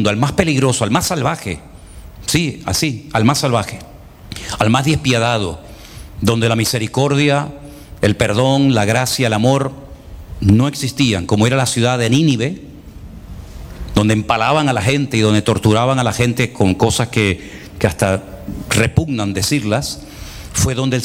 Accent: Spain; todos como españoles o como ciudadanos de este país, pues tenemos nuestras opiniones personales

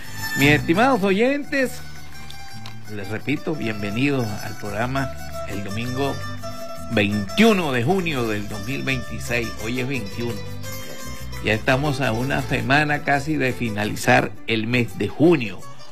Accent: Venezuela; nosotros, como buenos venezolanos, pues conmemoramos y celebramos esa fecha.

